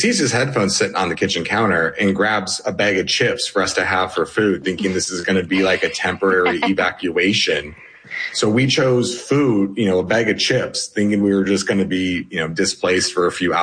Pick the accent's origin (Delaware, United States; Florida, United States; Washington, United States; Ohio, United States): Washington, United States; Annie grew up in California. I grew up in Washington. So the West Coast is our home.